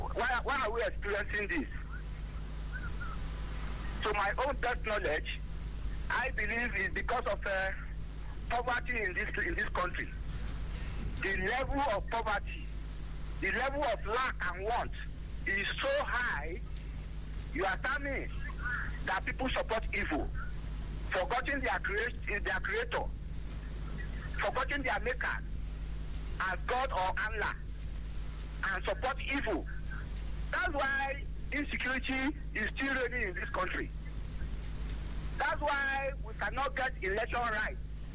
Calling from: Jos, Plateau, Nigeria; calling from Jos.

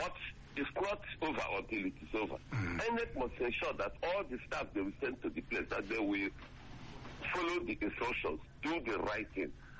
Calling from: Owerri, Imo, Nigeria; I'm calling from Owerri in Imo State.

